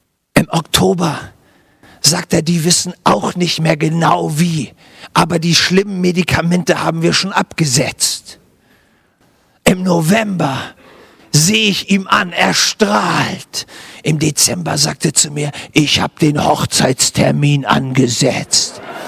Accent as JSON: {"language": "German", "country": "Germany"}